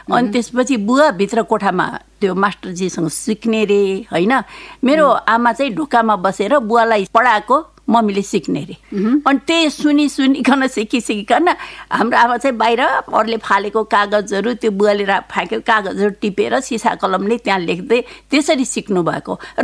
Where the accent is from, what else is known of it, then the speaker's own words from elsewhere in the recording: Kathmandu, Bagmati, Nepal; म काठमाडौँमै जन्मेको, काठमाडौँको महाराजगञ्जमा जन्मेँ हुँ र म 2002 सालको काठमाडौँमै जन्मेको, काठमाडौँमै हुर्केको भन्नु पर्यो। अब म अहिलेसम्म काठमाडौँमै छु, अब त्यहाँभन्दा कतै यताउति गएको छैन, म यहीँ जन्मेको यहीँ छु।